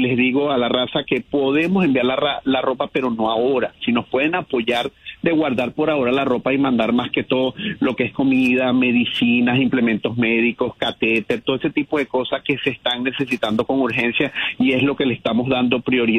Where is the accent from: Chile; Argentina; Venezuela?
Venezuela; now in Los Angeles, United States; Sí, soy venezolano. Afortunadamente soy del occidente